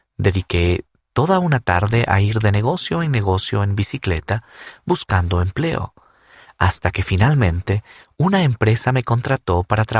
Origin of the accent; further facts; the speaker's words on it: Netherlands; moved away; La idea me atraía, ya que mi tierra natal, los Países Bajos, es un país pequeño y sobrepoblado.